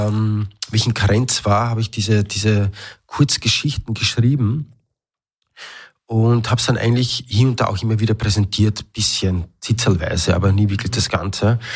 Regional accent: Großwarasdorf, Burgenland, Austria; first language German; now in Upper Austria, Austria; Also ich komme aus Großvarasdorf, bin, wie du schon vorher erwähnt hast, Burgenland-Kroate, bin in einem zweisprachigen, wie soll ich sagen, mein Papa kommt aus Nikisch, meine Mama aus Oberleusdorf. Die Bezugssprache oder die Hauptsprache daheim war Deutsch.

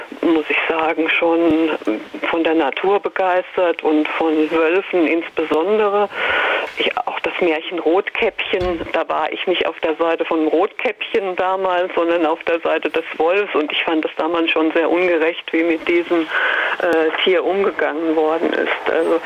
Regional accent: Switzerland; In allen anderen europäischen Ländern eskaliert es nicht derart wie bei uns in der Schweiz und in Österreich.

